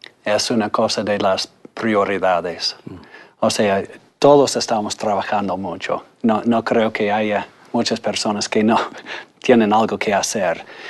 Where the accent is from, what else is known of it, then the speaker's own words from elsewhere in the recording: Rigby, Idaho, United States; yo nací en Idaho Falls, Rigby, pero alrededor de Idaho Falls.